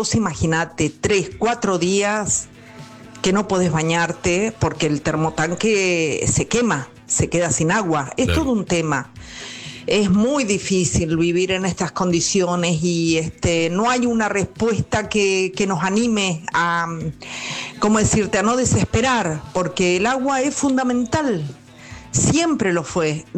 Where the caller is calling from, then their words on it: Bahía Blanca, Buenos Aires Province, Argentina; de Bahía Blanca.